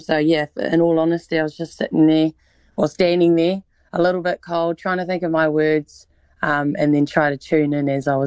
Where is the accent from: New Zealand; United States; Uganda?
New Zealand; Rotorua, Bay of Plenty; born there; She was in labour at the Matamata pub before I was born in Rotorua.